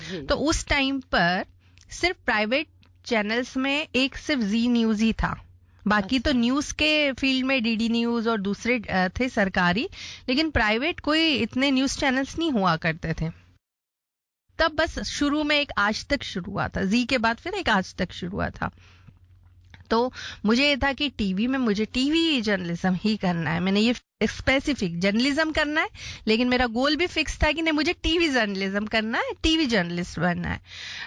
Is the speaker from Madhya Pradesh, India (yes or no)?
yes; Ujjain, Madhya Pradesh, India; हमारा छोटा सा उज्जैन शहर